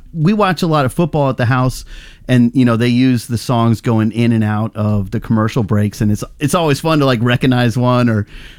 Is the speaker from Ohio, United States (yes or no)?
no; North Carolina, United States; my family's from California. So we always, and I grew up in North Carolina.